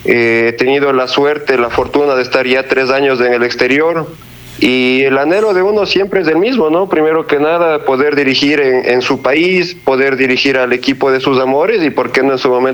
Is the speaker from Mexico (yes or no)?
no; Ecuador